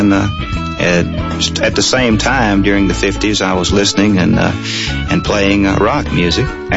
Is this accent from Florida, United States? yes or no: no; Robbinsville, North Carolina, United States; also born or lived in Raleigh; I grew up in the Smoky Mountains of western North Carolina in Robbinsville, right up against Knoxville, Tennessee, on country and bluegrass, hillbilly. From there, I went to state school for the blind in Raleigh, North Carolina